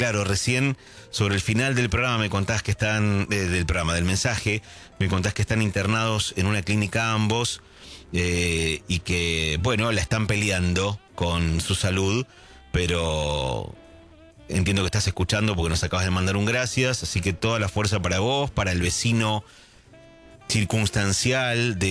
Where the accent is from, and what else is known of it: San Nicolás, Buenos Aires Province, Argentina